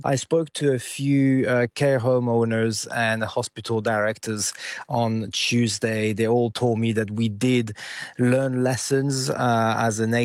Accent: Nice, Provence-Alpes-Côte d'Azur, France; moved away; I'm in my hometown, I'm with my family, and that's where I grew up.

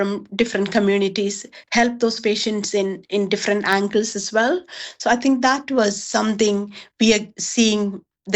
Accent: India; now in United Kingdom

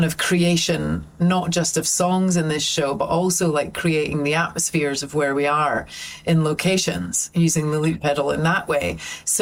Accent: St Andrews, Scotland, United Kingdom; So because we grew up in St. Andrews, it was only 10,000-11,000 people in town when we grew up. It was just a small place.

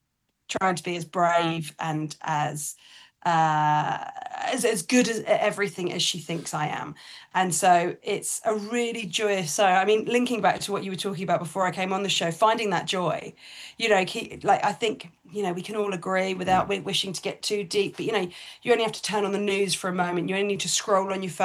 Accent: United Kingdom; I'm British

